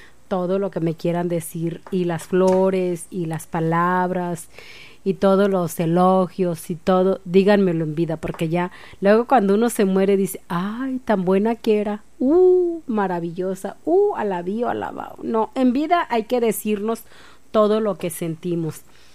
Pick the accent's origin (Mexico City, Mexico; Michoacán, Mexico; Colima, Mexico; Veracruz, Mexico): Michoacán, Mexico; los que somos mexicanos y más michoacanos